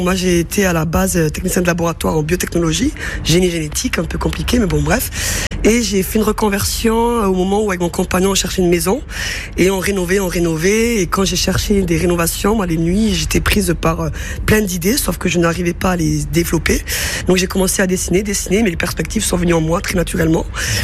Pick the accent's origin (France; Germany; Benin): France; Carcassonne, Occitanie; born there; also born or lived in Paris; Je suis partie de Paris, je suis revenue dans le sud. Moi, je suis née à Carcassonne.